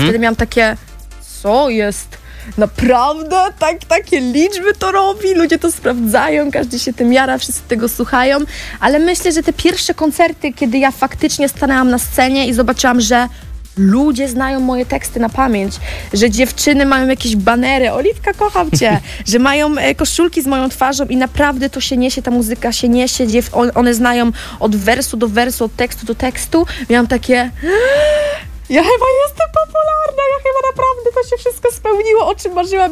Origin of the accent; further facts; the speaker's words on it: Marki, Masovian Voivodeship, Poland; Wiesz co, ja jestem z Marek Stary.